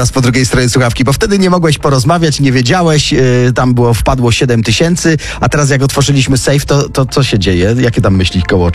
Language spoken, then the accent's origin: Polish; Tarnów, Lesser Poland, Poland; A ja z Tarnowa